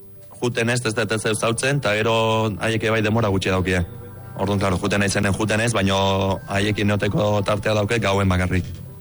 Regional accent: Lazkao, Basque Country, Spain; also born or lived in Romania; Ni lazkautarra esateko. Azkenako, hemen enaiz jaio, baina txiki-txikitatik hemen bizi izan naiz, hemen ditu launek, hemen dauket lana, hemen dauket dana.

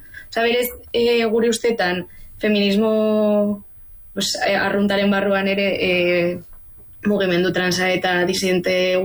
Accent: Tafalla, Navarre, Spain; azken finean Tafallaldekoa gara

